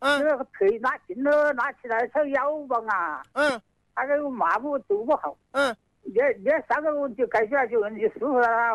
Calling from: Songzi, Hubei, China; 松滋南海市盐场村第四座。

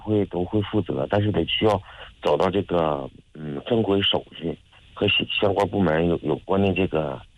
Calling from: Northeast China, China; accent: Northeastern dialect; 就是咱们东北话来说

